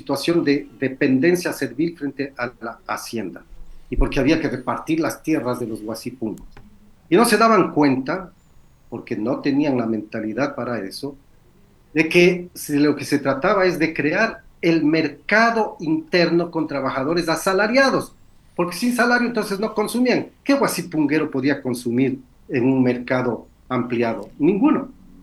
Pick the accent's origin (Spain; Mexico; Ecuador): Ecuador; now in Italy